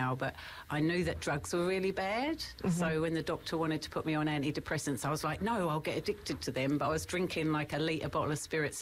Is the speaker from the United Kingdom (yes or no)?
yes; England, United Kingdom; moved away; I come from a family of big drinkers. You know, I come from England.